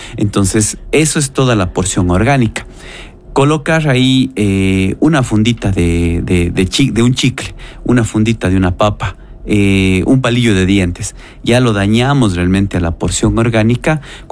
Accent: Cuenca, Azuay, Ecuador; ya que soy cuencano

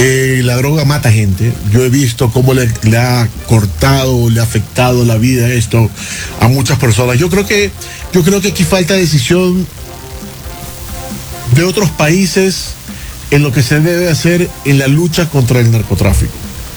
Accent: Ecuador; todos somos ecuatorianos.

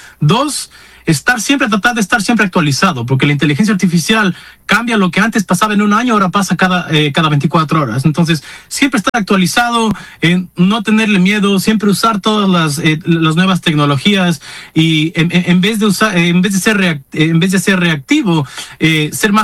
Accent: Ecuador; moved away; Yo salí de Ecuador en 2020 y lamentablemente no he regresado y tampoco conozco mucho de cómo están las cosas

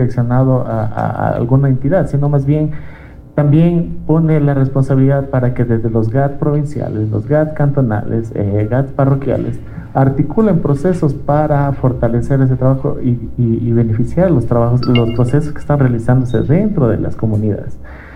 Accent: Ecuador

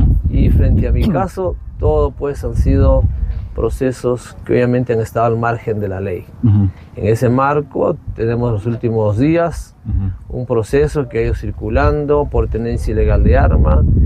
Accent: Cutervo, Cajamarca, Peru; nuestro Cutervo.

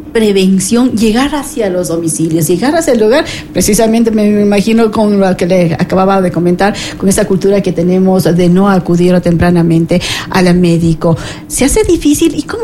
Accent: Ecuador

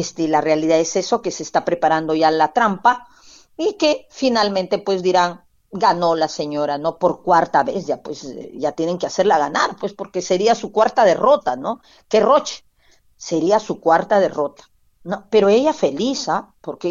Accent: Peru; Yo no me muevo de mi país. No, no, no. Yo no me muevo del lugar donde vivo. No me muevo. Claro, viajaré, sí, pero no me muevo de mi Perú.

